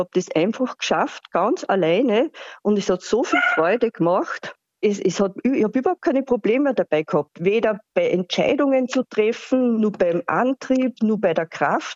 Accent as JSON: {"language": "German", "region": "Upper Austria", "country": "Austria", "tie": "born or raised there", "moved": "yes", "said": "ich wandere bis in meine alte Heimat nach Oberösterreich, über die Nordalpen drüber"}